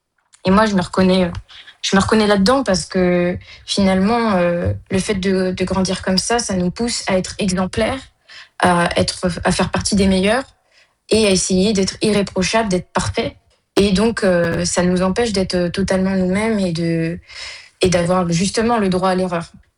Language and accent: French; France; je suis française, mais j'ai quelque chose en plus, puisque pour moi, c'est une richesse.